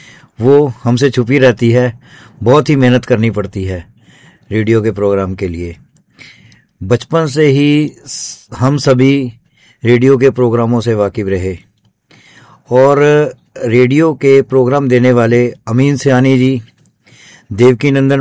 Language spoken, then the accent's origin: Hindi; Ambala, Haryana, India; अंबाला का रहने वाला हूं।